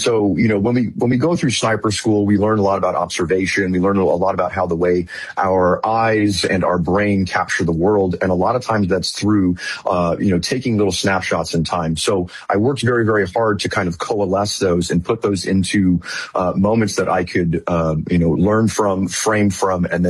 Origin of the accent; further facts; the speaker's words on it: California, United States; I was a senior in high school. I was 16 years old. And so I'm from Northern California, Silicon Valley area.